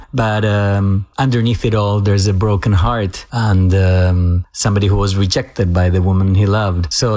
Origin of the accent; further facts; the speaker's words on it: Buenos Aires, Argentina; moved away; my hometown. He was in Buenos Aires